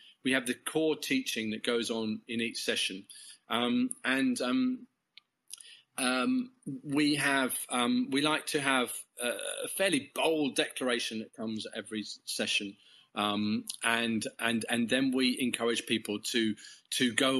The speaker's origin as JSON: {"language": "English", "region": "England", "country": "United Kingdom", "said": "Of this, there are about 300 people there, and I'm English."}